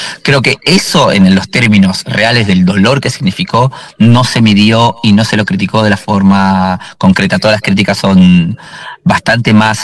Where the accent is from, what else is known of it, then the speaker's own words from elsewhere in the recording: Bolivia; yo previamente ya sabía que todo lo libertario iba a apuntarme a mí como migrante boliviano